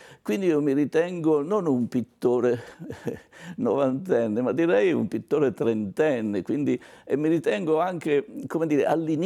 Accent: Marche, Italy; now in Milan, Italy; sono partito dalla mia città, dalle Marche, sono venuto a Milano per fare il pittore.

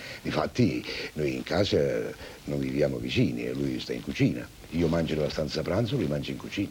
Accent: Naples, Campania, Italy; Dove sono nato? E dove tu la mia prima giovinezza l'ho passata lì.

